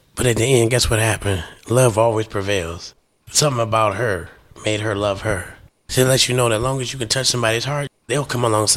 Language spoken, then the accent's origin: English; the South, United States; But as a kid, I mean, growing up in the South in them days, listen, they didn't care if you were male or female.